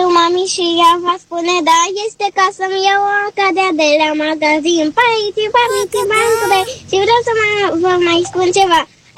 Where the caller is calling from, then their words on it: Bucharest, Romania; din București, am 5 ani